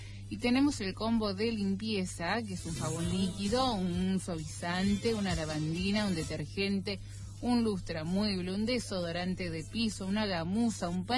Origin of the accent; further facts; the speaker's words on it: Villa Mercedes, San Luis, Argentina; Somos de Villa Mercedes.